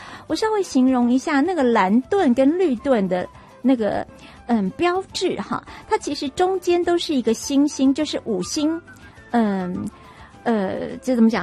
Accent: Taiwan; 看准了我们台湾人非常非常高度使用 LINE 这个软体哦

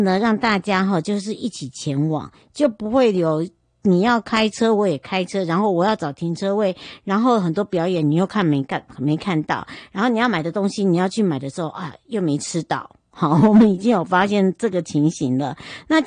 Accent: Huadong Rift Valley, Hualien County, Taiwan; moved away; 回到我的故乡花东纵谷花莲，我会在罗山等大家

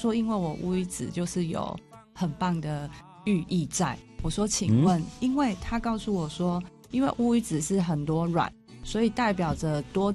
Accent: Kouhu, Yunlin County, Taiwan; 来自云林口湖。

